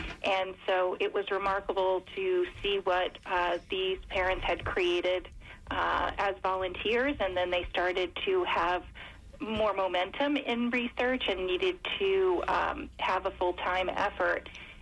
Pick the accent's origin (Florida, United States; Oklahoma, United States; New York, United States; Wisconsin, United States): New York, United States; now in Philadelphia, United States; I grew up in New York, but I moved actually to outside of Philadelphia to take this role with Farah.